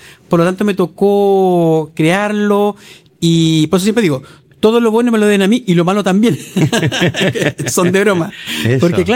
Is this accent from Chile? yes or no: yes; Concepción, Biobío, Chile; Yo soy penquista de nacimiento, siempre he vivido en la región. He estado en algún periodo, por razones académicas, de estudios fuera, pero en general siempre en mi región.